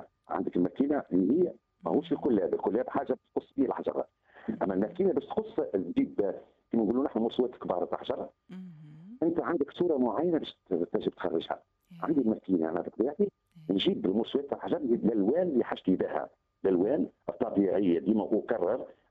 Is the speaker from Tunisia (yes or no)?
yes; Tunisia; أنا كفنان تونسي ثاني مش خلي بصماتي كتونسي اللي عايش في القرن هذا